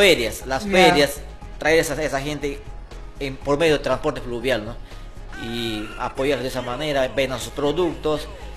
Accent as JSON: {"language": "Spanish", "town": "Tamshiyacu", "region": "Loreto", "country": "Peru", "said": "yo vengo representando a un pueblo, a un distrito muy querido, de repente ya conoces, es el distrito de Fernando Lores, soy tanchiaquino."}